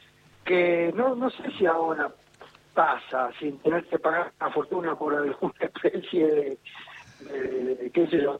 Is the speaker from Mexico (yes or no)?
no; Buenos Aires, Argentina; also born or lived in Córdoba; Sí, yo nací en Córdoba, pero me vine a Buenos Aires con un año y medio.